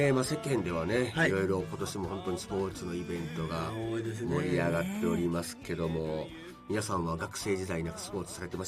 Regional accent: Osaka, Japan; born there; PL 学園のすぐ隣の高校で野球やってるんですよ。

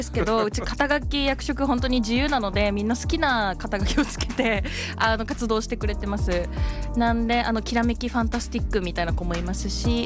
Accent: Yamanashi, Japan; 地元山梨で優等生で勉強して

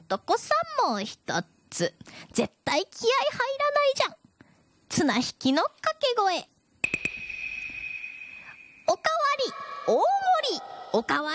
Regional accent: Miyazaki, Japan; 私もね、宮崎県出身じゃか、一緒に連れてってっつったっちゃけど

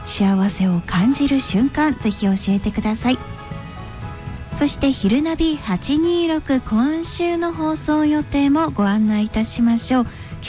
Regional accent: Miyako, Iwate, Japan; 地元岩手県宮古市のお天気のお知らせや交通情報、行政情報、市内で行われるイベントを紹介しています。

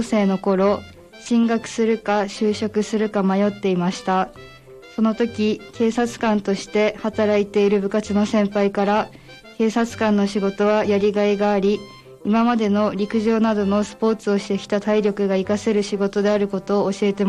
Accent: Daisen, Akita, Japan; 私は20歳で、出身地は大仙市大曲です。

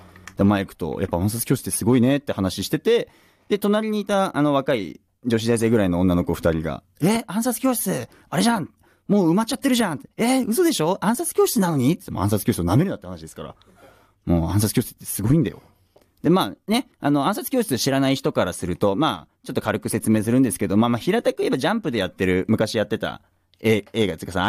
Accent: Gunma, Japan; 僕らも群馬育ち、群馬生まれなんで、

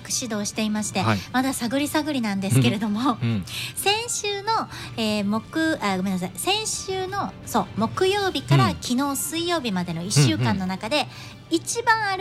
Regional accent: Hyogo, Japan; moved away; 私の出身地兵庫県の

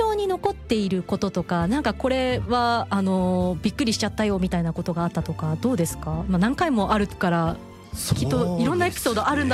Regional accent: Akita, Japan; moved away; also born or lived in Yamagata; 秋田出身で仕事を前山形 で、ね、でやってたんです

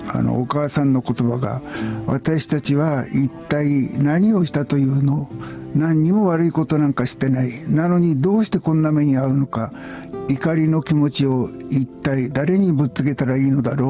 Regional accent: Yamagata, Japan; 僕は小さい時に山形県で育ったんですが

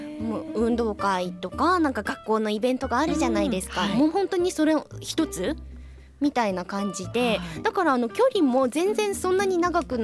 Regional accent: Koriyama, Fukushima, Japan; born there; が通ってた郡山市内の小学校

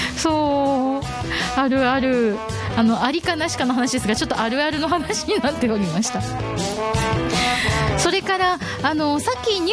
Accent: Hokkaido, Japan; 北海道民としてもトウモロコシの産地ですからやってみたいなと思いました。

